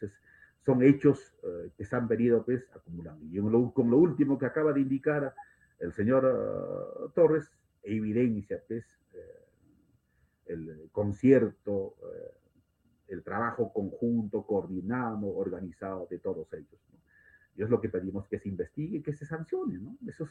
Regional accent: Peru; first language Quechua; Spanish is a second language; yo soy el quechohablante, pero nací en Merima, yo soy quechohablante, ¿no? Hablo mejor quechua que castellano, estimado periodista.

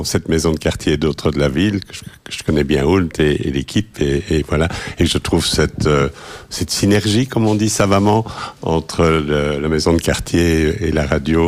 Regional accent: Brussels, Brussels-Capital Region, Belgium; moi je suis un Zineke, je suis né à Bruxelles, j'ai passé toute ma vie

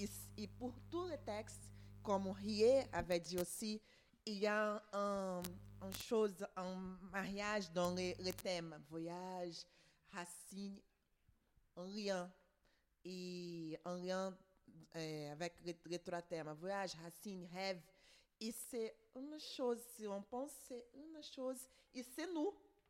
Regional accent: Brazil; French is a second language; now in Belgium; moi, par exemple, je suis brésilienne, je suis ici en Belgique.

